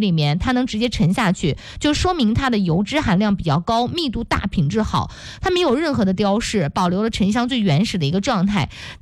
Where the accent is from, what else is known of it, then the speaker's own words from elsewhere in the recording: China; 其实我们中国人对一个人最美好的祝愿就是平安